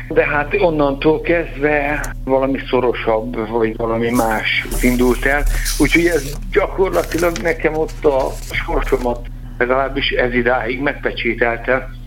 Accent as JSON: {"language": "Hungarian", "town": "Debrecen", "region": "Hajdú-Bihar", "country": "Hungary", "said": "de annak, hogy én debreceni vagyok, azt hiszem, hogy nem sok köze van ahhoz, hogy ide kerültem"}